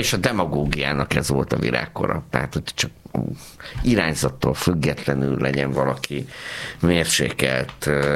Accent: Pécs, Baranya, Hungary; Tudod, én pécsi vagyok, és a Pécsi Körzeti Stúdiónak minden nap volt egy ilyen műsora

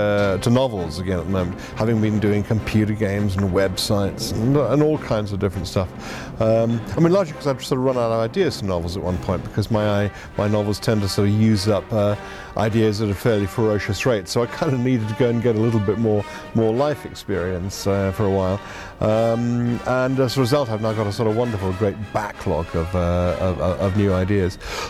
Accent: United Kingdom; I'm British and we are pedantic.

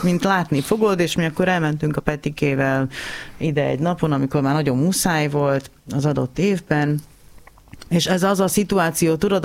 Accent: Slovakia; moved away; also born or lived in Prague; Szlovák állampolgárként kötelező volt, Prágában tanultunk, meg éltünk

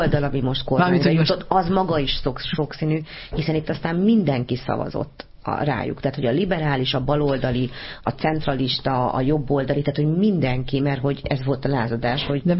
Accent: Hungary; Amitől mi magyarok vagyunk, ugye?

